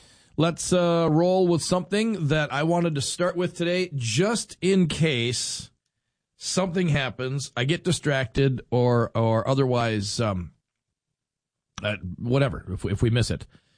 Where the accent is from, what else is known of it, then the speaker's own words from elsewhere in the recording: United States; as an American today